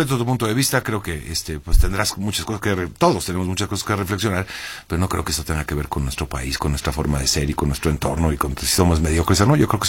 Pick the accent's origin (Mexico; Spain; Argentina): Mexico